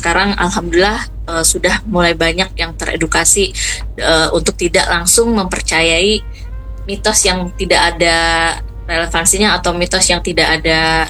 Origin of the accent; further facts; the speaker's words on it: West Java, Indonesia; now in South Kalimantan, Indonesia; saya sendiri kan berasal dari Jawa Barat gitu ya Kak ya, ternyata pas pindah ke sini, ke Kalimantan Selatan gitu